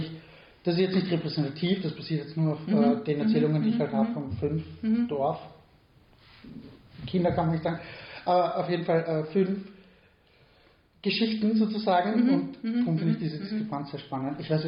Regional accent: Lower Austria, Austria; ich komme aus Niederösterreich, ich kenne Niederösterreich, ich war auf jedem Landdorf, Jugendfestel etc.

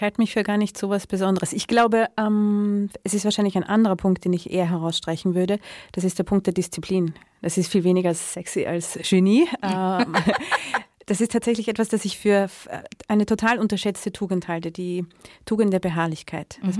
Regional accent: Vienna, Austria; Ich komme aus Wien-Simmering, ich habe viele Geschwister, es war ein Haushalt mit wenig Geld.

